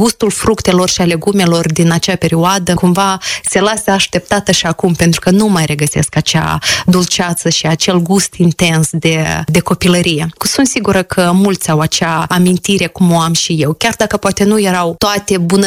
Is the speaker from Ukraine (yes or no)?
no; Chișinău, Moldova; also born or lived in Hirova, Călărași District; Copilăria am petrecut-o la țară mai mult, chiar dacă eu sunt de origine din Chișinău, dar așa a fost să fie ca în fiecare vară, de la început de iunie până la sfârșit de august, părinții să ne lase la bunei la țară, ei să-și continue activitatea în oraș și am petrecut-o în raionul Călăraș